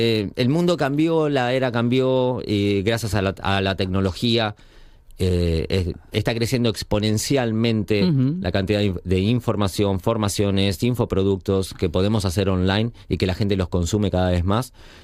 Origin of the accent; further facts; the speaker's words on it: Argentina; Si bien en Argentina tenemos nuestra Patagonia hermosa, también maravillosa, nuestra Pampa